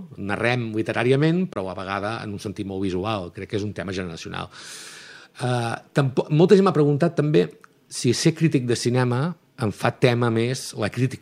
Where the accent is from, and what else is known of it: Girona, Catalonia, Spain; born or raised there